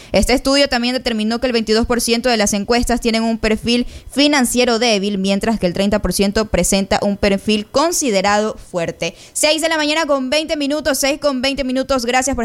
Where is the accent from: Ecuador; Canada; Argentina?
Ecuador; Somos ecuatorianos. Somos de Ecuador.